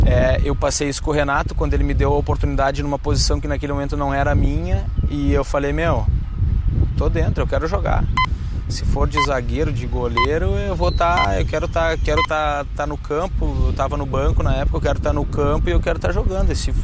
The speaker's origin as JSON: {"language": "Portuguese", "region": "Rio Grande do Sul", "country": "Brazil", "said": "até porque eu sou de lá, né? Eu sou gaúcho, sim, então as minhas raízes, a minha família tá toda lá"}